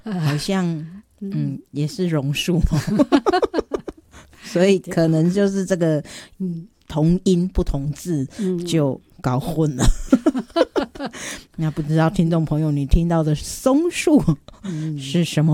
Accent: Kaohsiung, Taiwan; 我们的家乡歌雄，有一个鸟松

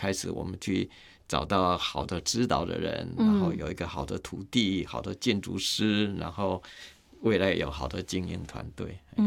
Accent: Puzi, Chiayi County, Taiwan; 在嘉义县埔子镇

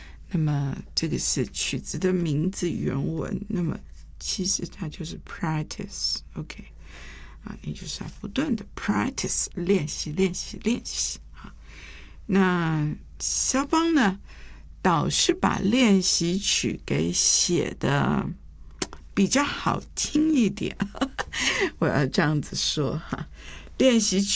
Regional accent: Taiwan; 我记得我在这个眷村里面长大的时候，我一学琴，一票的所有眷村的小孩子跟我同年都去学了，最后只剩下我一个。

